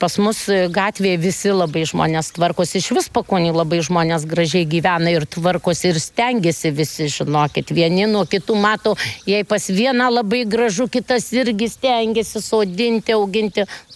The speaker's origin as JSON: {"language": "Lithuanian", "town": "Kaunas", "region": "Kaunas County", "country": "Lithuania", "tie": "born there", "moved": "yes", "said": "gimiau Kaune ir miestietė ir aš galvoju, nu, kad aš nežinau, ar aš kada kaime gyvensiu. Bet taip išėjo, kad aš miestelį gyvenu, nu, bet beveik kaip kaime, bet jau daug metų čia gyvenu, 38 metai kaip gyvenu."}